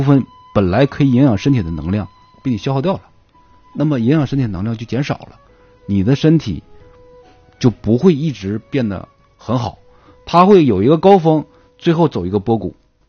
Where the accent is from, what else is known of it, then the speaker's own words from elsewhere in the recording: China; 我们中国传统功法是我们老祖宗啊专门为我们中国人量身打造的